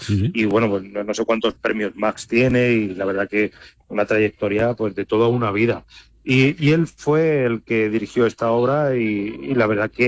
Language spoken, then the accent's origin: Spanish; Albacete, Castilla-La Mancha, Spain; Sí, así que, bueno, yo soy de Albacete, que también empieza por Al, y ahí, pues yo creo que entre Almería, Albacete, pues hay una conexión.